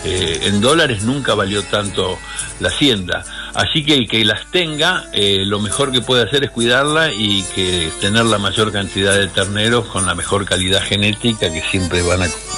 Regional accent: Argentina

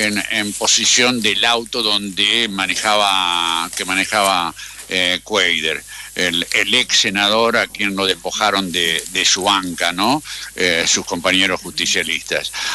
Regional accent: Concordia, Entre Ríos, Argentina; soy de Concordia y trabajo en Concordia

